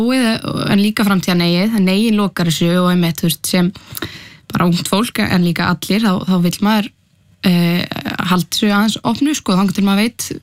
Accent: Reykjavík, Capital Region, Iceland; Ég er 21 árs frá Reykjavík.

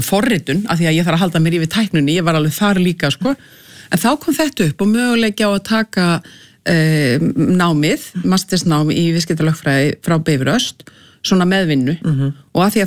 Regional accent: Reykjavík, Capital Region, Iceland; born or raised there

